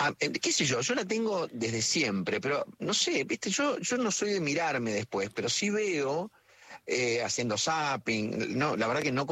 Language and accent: Spanish; Córdoba, Argentina; born there; En la ciudad de Córdoba.